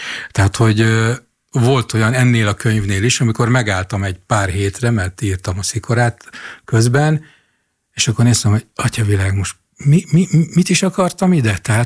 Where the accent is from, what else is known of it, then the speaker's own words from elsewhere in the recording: Jászberény, Jász-Nagykun-Szolnok, Hungary; Persze, hát én Jászberényi gyerek vagyok